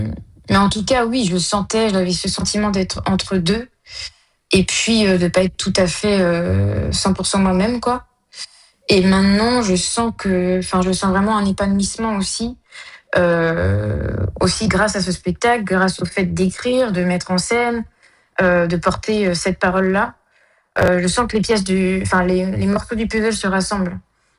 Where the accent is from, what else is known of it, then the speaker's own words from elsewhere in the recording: France; en fait, je suis française, mais j'ai quelque chose en plus